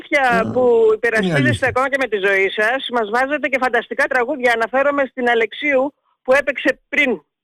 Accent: Eretria, Central Greece, Greece; από Ερετρία και χαίρομαι που σας μιλάω.

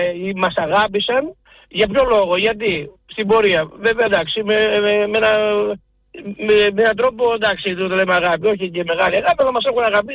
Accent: Greece; born there; Αλλά το δικό μας το χωριό είναι από το 1923 και είναι αμιγώς ποντιακό χωριό Μπαμπαλιό.

